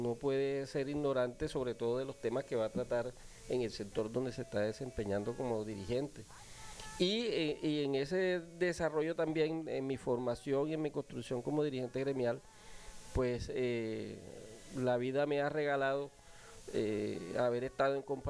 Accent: Cereté, Córdoba, Colombia; salí de mi tierra, de CRT, y conocí muchos otros municipios, otros departamentos. Y regresé

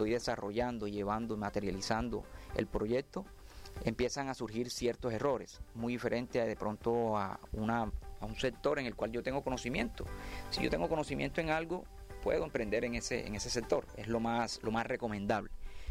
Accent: Colombia; now in Córdoba, Colombia; nosotros como latinoamericanos, colombianos

